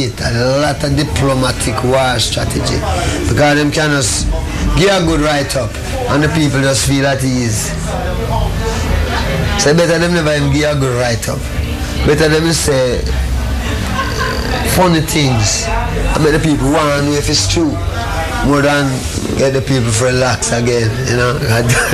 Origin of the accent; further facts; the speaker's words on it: Jamaica; moved away as an adult; now in Los Angeles, United States; during my time growing up in Jamaica